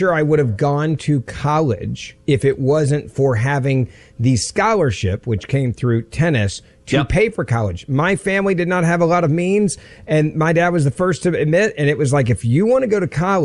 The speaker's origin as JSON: {"language": "English", "town": "Memphis", "region": "Tennessee", "country": "United States", "tie": "born or raised there", "said": "the African-American University of Memphis, my hometown football coach"}